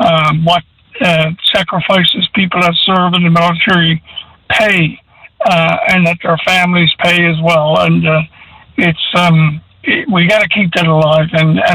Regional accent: Newfoundland and Labrador, Canada; now in Conception Bay South, Canada

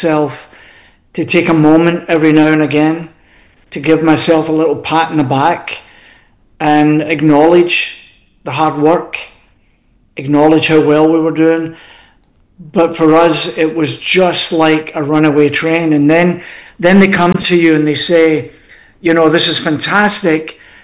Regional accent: Scotland, United Kingdom; being Scottish

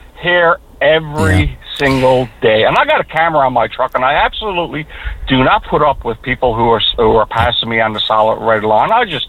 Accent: Canada; The past 12 years have substantially lowered our standard of living as a Canadian

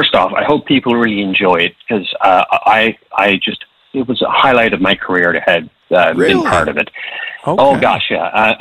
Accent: Petty Harbour, Newfoundland and Labrador, Canada; because I'm from Petty Harbor. I'm from that small fishing community

